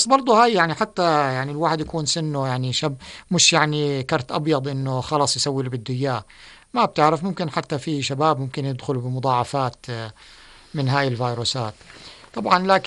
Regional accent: Jordan; إحنا عنا بالأردن

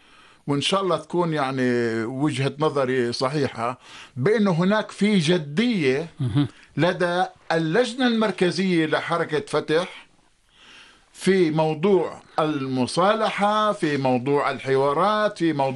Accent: Palestine

